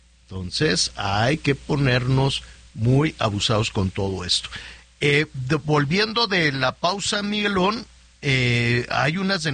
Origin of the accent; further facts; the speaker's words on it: Mexico; así somos los mexicanos